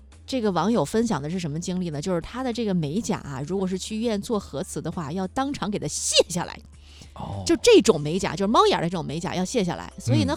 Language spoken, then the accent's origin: Chinese; China; 这个我们中国人人均会武术